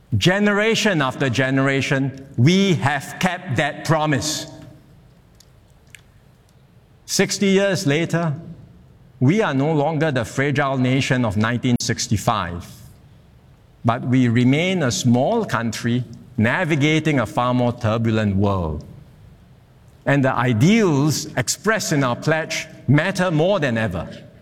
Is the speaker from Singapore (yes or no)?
yes; Singapore